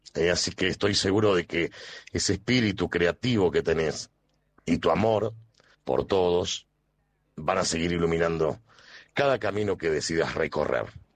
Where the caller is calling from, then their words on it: Alto Río Senguer, Chubut, Argentina; soy locutor, periodista de LRA 55, Radio Nacional Alto Río Sengar, en la provincia del Chubut